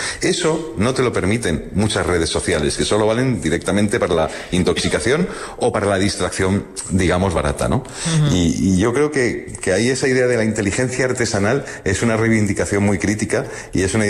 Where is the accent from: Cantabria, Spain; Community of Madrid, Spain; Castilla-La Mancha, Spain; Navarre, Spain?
Community of Madrid, Spain; Madrid; born there; Yo no he nacido en una zona de mar, porque nací en Madrid